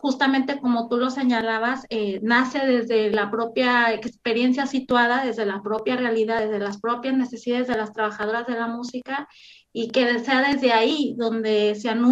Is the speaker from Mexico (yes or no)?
yes; Mexico; moved away as an adult; also born or lived in Barcelona; now in Chile; soy una mexicana que ha tenido la experiencia en México como música, en Barcelona como música y ahora en Chile